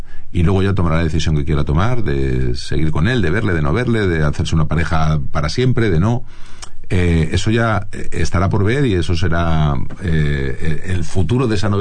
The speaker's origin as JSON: {"language": "Spanish", "town": "Madrid", "region": "Community of Madrid", "country": "Spain"}